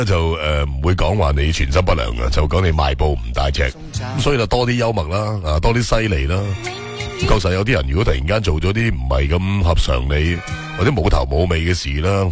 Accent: Guangdong, China; 我哋广东人

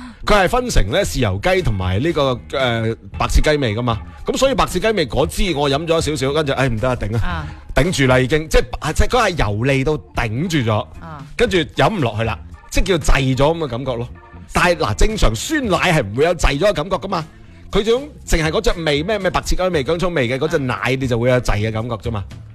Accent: Guangdong, China; 但系我觉得作为广东人，点都要试试佢噶

